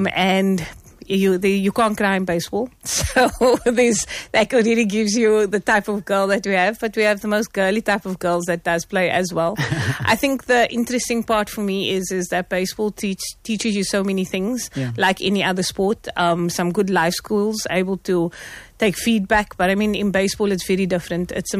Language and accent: English; Johannesburg, Gauteng, South Africa; now in Cape Town, South Africa; I'm actually from Johannesburg and I moved to Cape Town when I was, okay. Yeah, so I'm a bit of a double agent.